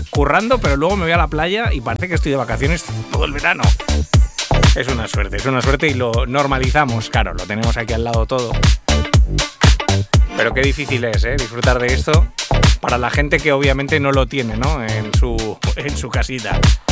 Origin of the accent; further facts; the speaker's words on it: Madrid, Community of Madrid, Spain; now in Mallorca, Spain; Yo me acuerdo cuando llegué aquí, yo no soy mallorquín, vine desde Madrid, me quedé aquí a vivir ya, tengo ya mi vida hecha aquí